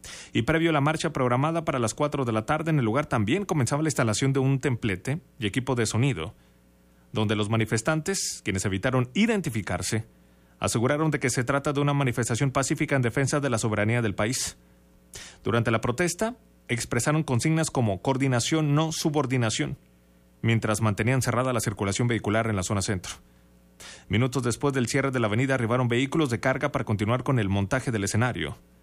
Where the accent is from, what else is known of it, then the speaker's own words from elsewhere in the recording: Chihuahua, Mexico; No hay que olvidar que somos mexicanos, somos chihuahuenses.